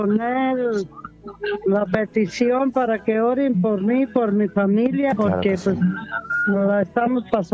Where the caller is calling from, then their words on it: Michoacán, Mexico; soy de acá de Michoacán, de Acuicho del Canje.